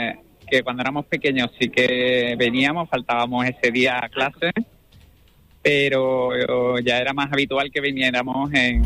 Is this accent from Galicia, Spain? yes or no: no; San Fernando, Andalusia, Spain; born there; Yo ya nací en San Fernando, en Cádiz. Y mis padres son jarotes los dos.